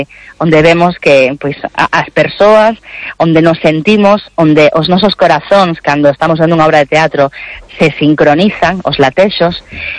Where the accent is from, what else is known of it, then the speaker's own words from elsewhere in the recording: Galicia, Spain; nós tamén somos creadoras galegas